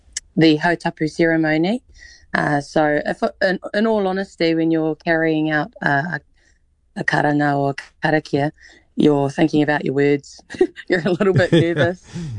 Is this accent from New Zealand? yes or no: yes; Rotorua, Bay of Plenty, New Zealand; born there; She was in labour at the Matamata pub before I was born in Rotorua.